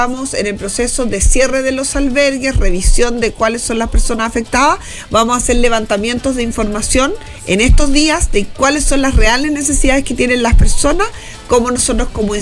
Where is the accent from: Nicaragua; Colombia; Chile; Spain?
Chile; somos los chilenos en general muy solidarios